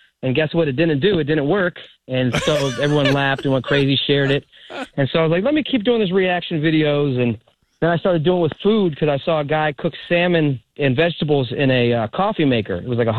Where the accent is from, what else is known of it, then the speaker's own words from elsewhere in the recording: Tampa, Florida, United States; I'm from Tampa, like I said, and the team I watched before they had the Rays was the Yankees because we had the Rays.